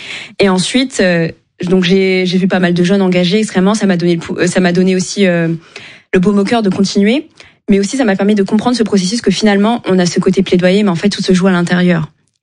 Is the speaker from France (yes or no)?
no; Chad; Je suis tchadienne, bien sûr.